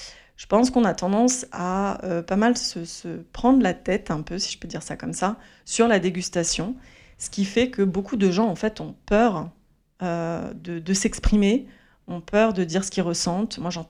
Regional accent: Île-de-France, France; moi, je viens de région parisienne.

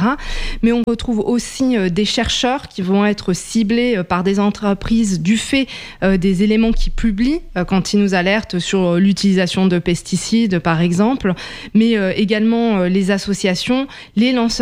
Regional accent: Montpellier, Occitanie, France; born there; moved away as an adult; Moi je suis arrivée à Montpellier quand j'avais 12 ans et j'ai quitté Montpellier à 20 ans. Et de ces 20 dernières années, en fait, j'ai habité dans 4 pays étrangers.

